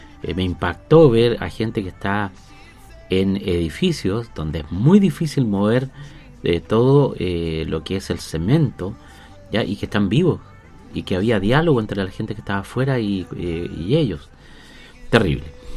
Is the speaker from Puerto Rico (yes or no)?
no; Chile; now in Fresia, Chile; que demostremos como chilenos